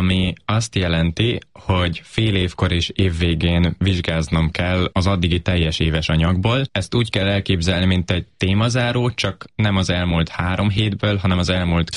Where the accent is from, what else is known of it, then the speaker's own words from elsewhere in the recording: Hungary; accent: Hungarian school accent; now in England; Nem is egyértelmű amerikai akcentusom van, hanem magyarországi iskolai akcentus